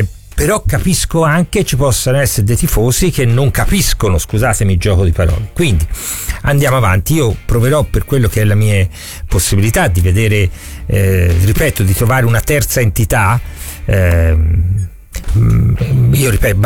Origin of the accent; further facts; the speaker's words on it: Florence, Tuscany, Italy; noi siamo fiorentini